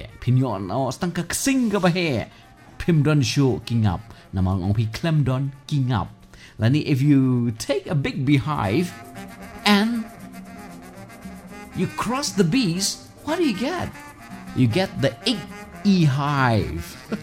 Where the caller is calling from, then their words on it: Umsning, Meghalaya, India; from Umsning. This is my first time ever to interact with All India Radio.